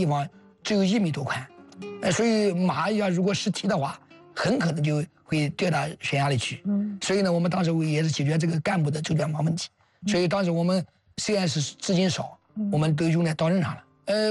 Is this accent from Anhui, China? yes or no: yes; Anhui, China; 其实我们安徽啊，我不是让我夸我们安徽啊。嗯。我们安徽人是真的实在。